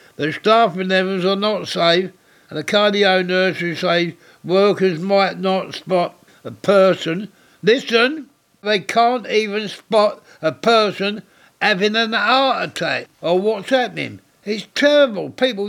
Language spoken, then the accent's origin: English; London, United Kingdom; born there; I was born, I'm 81, I was born in Deptford 81 years ago.